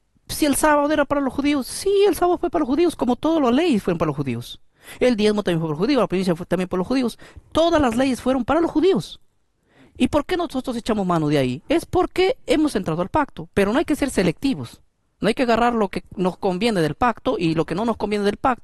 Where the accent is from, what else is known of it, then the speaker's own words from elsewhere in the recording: Peru; Pero yo sigo siendo peruano.